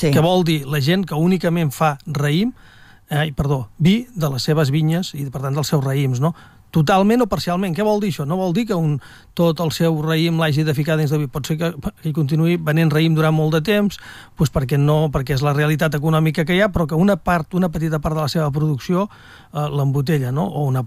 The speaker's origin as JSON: {"language": "Catalan", "region": "Catalonia", "country": "Spain", "said": "som catalans"}